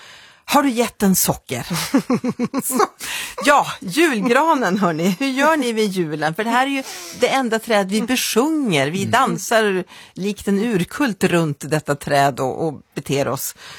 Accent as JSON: {"language": "Swedish", "region": "Norrbotten County", "country": "Sweden", "lives_now": "Stockholm, Sweden", "said": "Och sen när jag flyttade ner till Stockholm från Norrbotten, då insåg han hur mycket en gran kostar att köpa till jul här i Stockholms innerstad."}